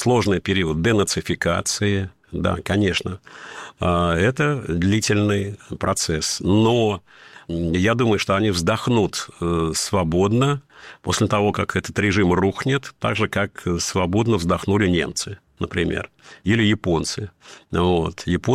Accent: Dagestan, Russia; В России я дагестанец, а в мире я русский.

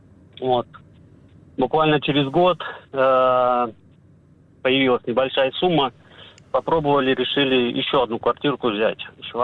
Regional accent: Belgorod, Belgorod Oblast, Russia; moved away as an adult; now in Moscow Oblast, Russia; Я вообще из Белгорода. Удалось переехать накануне СВО в 21 году, в ноябре.

